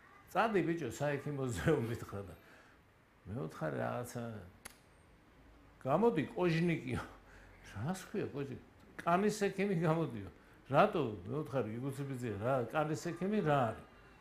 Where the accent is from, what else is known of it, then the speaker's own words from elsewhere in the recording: Tbilisi, Georgia; ფიქრის გორაზე დავიბადე 53 წელს გახურებული ომია.